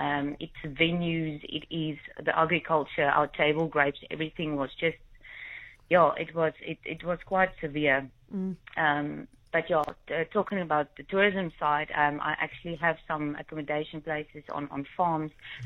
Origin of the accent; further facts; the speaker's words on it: Worcester, Western Cape, South Africa; I was born and raised in Worcester